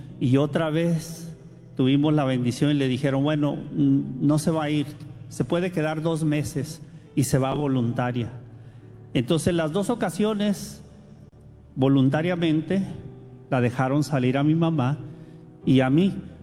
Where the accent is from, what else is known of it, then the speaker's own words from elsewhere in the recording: Tijuana, Baja California, Mexico; now in United States; Pues entonces yo crecí prácticamente niño aquí una parte, pero otra parte en Tijuana.